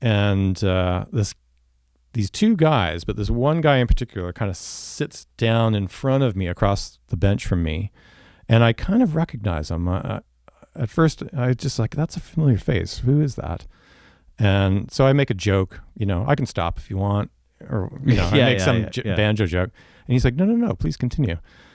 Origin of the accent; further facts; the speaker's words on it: Canada; That was all driving because it's Canada and we're Canadian.